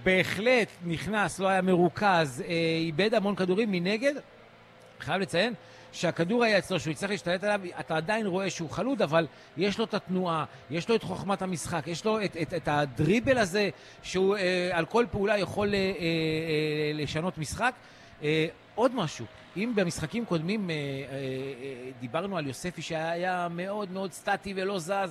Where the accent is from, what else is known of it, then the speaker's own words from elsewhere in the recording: Northern District, Israel; אני מהצפון